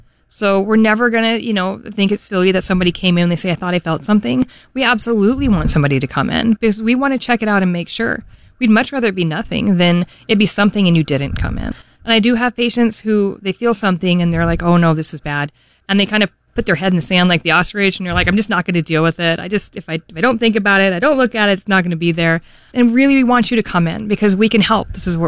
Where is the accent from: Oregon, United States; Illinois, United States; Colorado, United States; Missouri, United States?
Colorado, United States; Denver; I'm originally from Denver, I always say, but my parents lived in Scottsbluff, Nebraska for about 18 years.